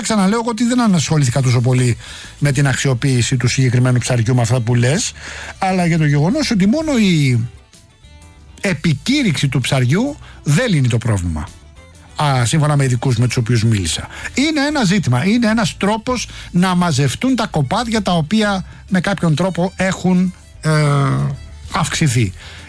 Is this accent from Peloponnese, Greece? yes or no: no; Rafina, Attica, Greece; Τον Πάνο στην πατρίδα μου στη Ραφίνα που είναι καλοκαιρινή.